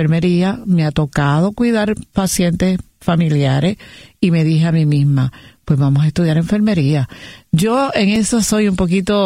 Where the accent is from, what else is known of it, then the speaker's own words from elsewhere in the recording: Río Piedras, Puerto Rico; soy una mujer puertorriqueña del barrio Caimito de Río Piedras.